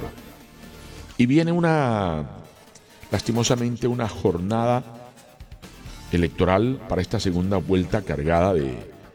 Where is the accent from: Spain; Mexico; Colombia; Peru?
Colombia